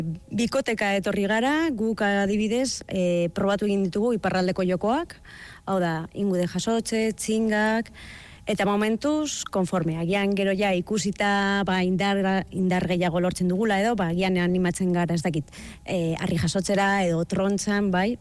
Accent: Bilbao, Basque Country, Spain; eta ni bilbotarra naiz, beraz, ezin izan dut inora jun, osea, nahi eskero hori Gernikara edo baserri batera joan behar nintzen entrenatzera.

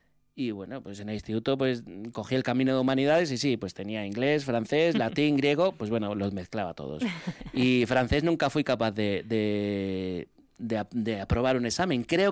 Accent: Andalusia, Spain; now in Basque Country, Spain; Y yo soy muy de mi tierra, soy andaluz.

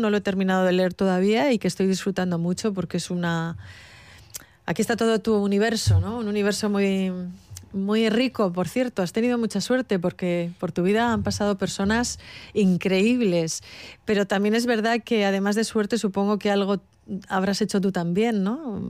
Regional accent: Bilbao, Basque Country, Spain; Yo soy bilbaína, entonces me gusta mucho Bilbao.

